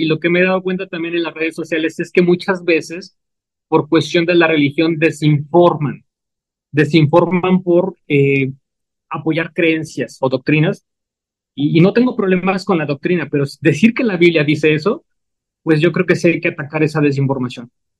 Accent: Mexico; Estudié medicina, soy de México, estudié medicina en Puebla y hice la especialidad de anestesiología.

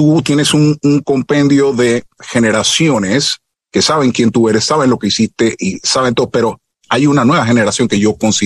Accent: Panama; yo soy panameño

